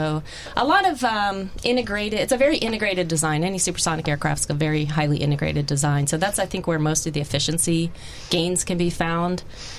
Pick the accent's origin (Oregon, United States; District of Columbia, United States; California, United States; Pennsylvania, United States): Pennsylvania, United States; Philadelphia; Oh, I'm from Philly.